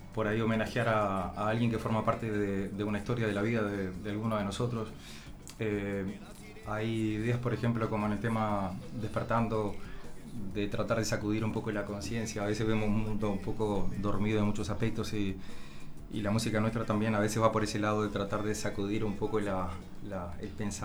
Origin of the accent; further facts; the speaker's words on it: Artigas, Uruguay; born there; now in San Jacinto, Uruguay; Nacido en Artigas.